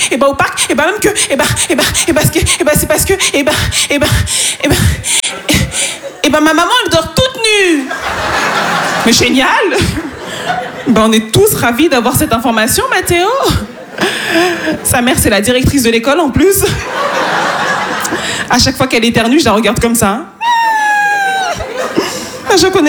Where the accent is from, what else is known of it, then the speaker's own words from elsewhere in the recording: Île-de-France, France; born there; C'est peut-être parce que je suis née dans le Val-d'Oise